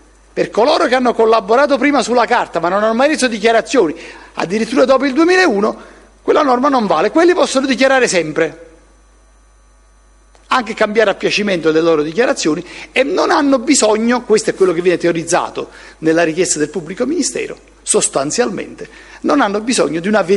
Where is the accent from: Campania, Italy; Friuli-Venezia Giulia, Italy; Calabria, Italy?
Campania, Italy; Naples; Io sono napoletano, ho lavorato quasi tutta la mia vita a Napoli